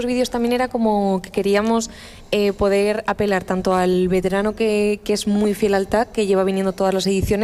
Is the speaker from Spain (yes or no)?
yes; Elche, Valencian Community, Spain; yo que soy de Elche, de Valladolid es una ciudad donde la gente te recibe con los brazos abiertos